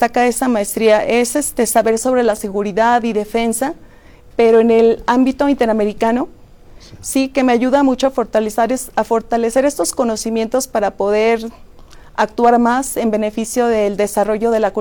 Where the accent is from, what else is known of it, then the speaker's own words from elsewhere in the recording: Irapuato, Guanajuato, Mexico; soy de Irapuato, Guanajuato, no muy lejos, pero mis padres son de una condición humilde.